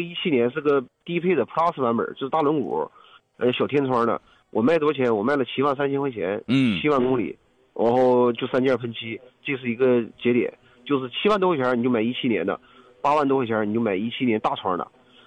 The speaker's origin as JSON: {"language": "Chinese", "region": "Yunnan", "country": "China", "said": "我家这块儿，我们云南这边，我家这块儿哈，"}